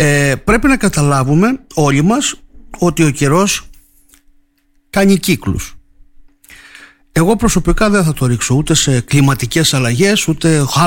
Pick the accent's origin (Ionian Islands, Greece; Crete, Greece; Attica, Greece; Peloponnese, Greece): Crete, Greece; Agioi Deka; Στο χωριό μου Αγίοι 10 σπάνια χιονίζει, ποτέ δεν χιονίζει.